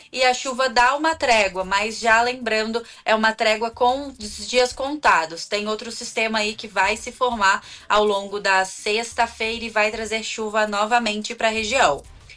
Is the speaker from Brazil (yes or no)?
yes; Espírito Santo, Brazil; also born or lived in Minas Gerais; Já morei em Minas e sou do Espírito Santo.